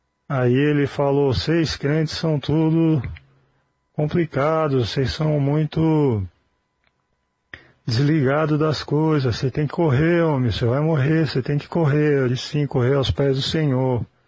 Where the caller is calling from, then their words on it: Penha, Santa Catarina, Brazil; sou aqui da cidade de Penha, Santa Catarina